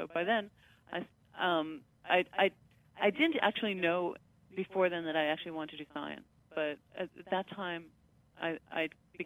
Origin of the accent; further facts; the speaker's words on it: Queens, New York, United States; I grew up in Queens, in New York.